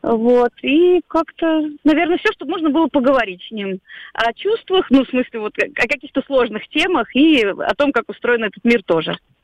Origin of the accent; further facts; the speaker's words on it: Moscow, Russia; Я из Москвы, мне 42 года.